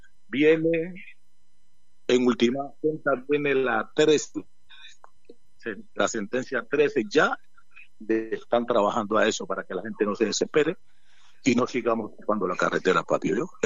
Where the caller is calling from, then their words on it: Colombia; Yo soy de Zabaleta